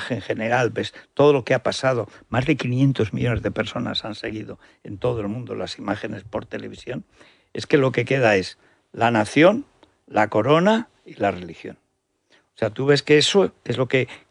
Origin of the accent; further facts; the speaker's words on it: Teruel, Aragon, Spain; moved away; also born or lived in Barcelona; yo he estudiado en la enseñanza pública con becas, de un pueblo, una familia pobre, en un pueblo perdido, en la montaña de Teruel. El nivel de la enseñanza pública en mi pueblo, en Teruel, estoy hablando de los años 60